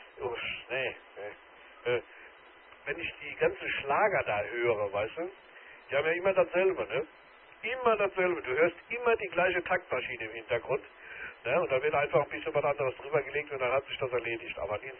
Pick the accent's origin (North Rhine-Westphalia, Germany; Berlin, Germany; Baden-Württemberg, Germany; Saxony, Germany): Baden-Württemberg, Germany; Mannheim; born there; da war ich noch in Mannheim, in meiner Geburtsstadt.